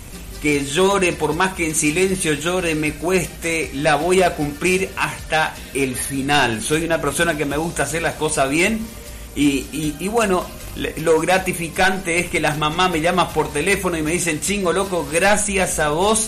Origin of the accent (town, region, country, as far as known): Puerto Iguazú, Misiones, Argentina